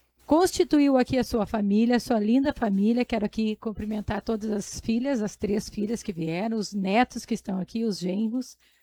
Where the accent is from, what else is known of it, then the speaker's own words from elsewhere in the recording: Pontão, Rio Grande do Sul, Brazil; born there; Eu nasci aqui no Pontão